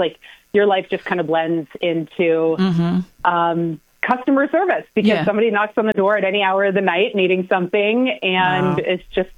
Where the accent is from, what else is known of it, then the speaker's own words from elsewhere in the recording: Maine, United States; But I grew up in rural Maine. My parents owned a fishing lodge on the Maine and Canadian border. Mm. So it was very, very rural.